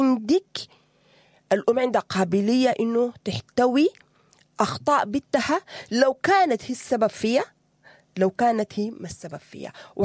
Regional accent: Sudan; إحنا كمجتمع سوداني

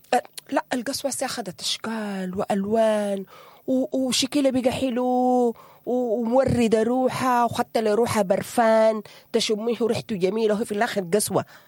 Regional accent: Sudan; حاليا نحن كسودانيين محتاجين للفرصة الثانية لنفسنا قبل كل زول.

